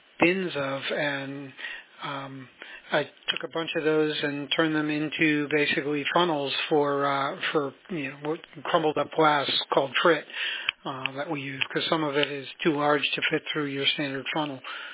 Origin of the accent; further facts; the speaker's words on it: New York, United States; now in Durham, North Carolina, United States; where I grew up, just 20 minutes north of Manhattan